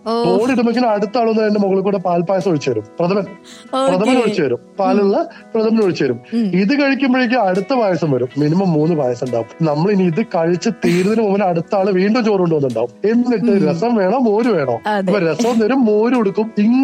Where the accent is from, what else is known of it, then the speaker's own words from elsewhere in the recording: Palakkad, Kerala, India; ഞാൻ മലബാറുകാരനാണ്. ഞാൻ പാലക്കാടുകാരനാണ്.